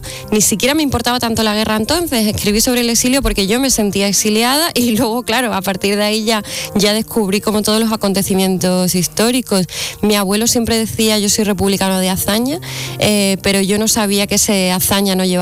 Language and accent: Spanish; Spain; now in Córdoba, Spain; nos ha constituido como españoles